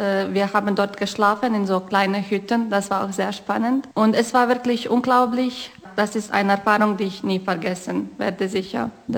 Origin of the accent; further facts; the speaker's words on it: Croatia; also born or lived in Germany; Mein ganzes Leben lebe ich aber in Kroatien.